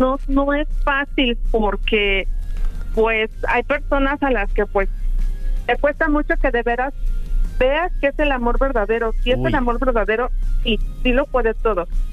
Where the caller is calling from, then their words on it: Ecatepec de Morelos, State of Mexico, Mexico; Desde Catepec.